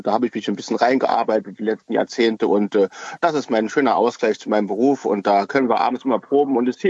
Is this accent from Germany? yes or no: yes; Schwalbach, Saarland, Germany; In meiner Heimatgemeinde Schwalbach und Elm, da leite ich das Blasorchester.